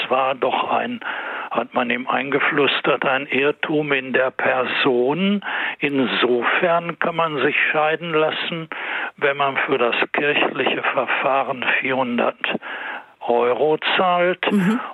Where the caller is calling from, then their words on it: Paderborn, North Rhine-Westphalia, Germany; Ich rufe aus Paderborn an.